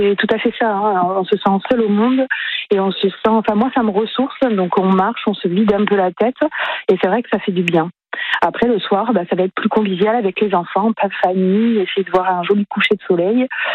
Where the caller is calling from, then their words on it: Nouvelle-Aquitaine, France; Ben moi, je suis à Wayreleuil